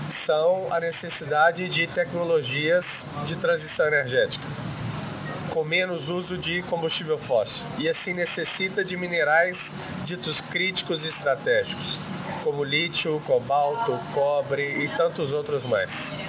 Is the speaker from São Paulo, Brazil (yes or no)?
no; Minas Gerais, Brazil; Eu venho de Minas Gerais, que é a região central do Brasil